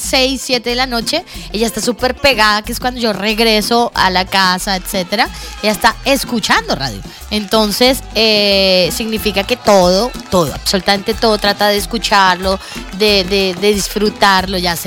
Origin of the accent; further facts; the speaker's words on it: Táchira, Venezuela; somos del Táchira, punto. Entonces, obvio, todos somos tachirenses.